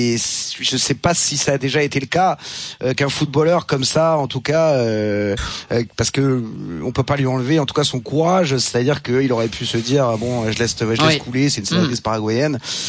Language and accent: French; France; quand je leur dis que je suis français, ils me parlent tout de suite de Mbappé